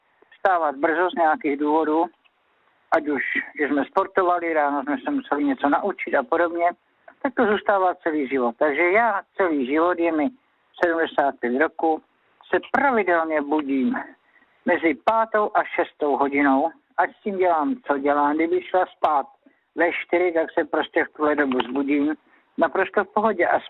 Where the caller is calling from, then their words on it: Žatec, Ústí nad Labem Region, Czechia; já jsem ze Žatce